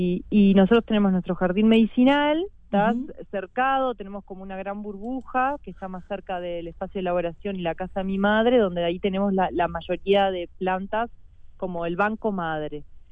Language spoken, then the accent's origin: Spanish; La Paloma, Rocha, Uruguay; now in Sierras de Rocha, Uruguay; Yo en realidad nunca viví en la ciudad, me crié en La Paloma